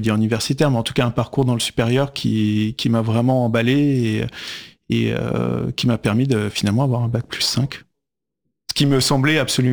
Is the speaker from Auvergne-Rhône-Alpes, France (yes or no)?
no; Paris, Île-de-France, France; Ouais, c'était à Paris. Alors moi, je suis parisien. Hein, je suis parisien. C'était plutôt voilà, dans les beaux quartiers.